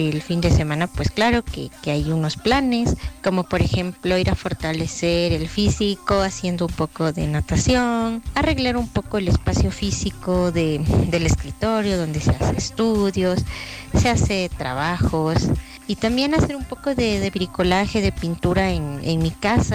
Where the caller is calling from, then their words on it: Quito, Pichincha, Ecuador; los escucho desde Quito, acá haciendo un poco de frío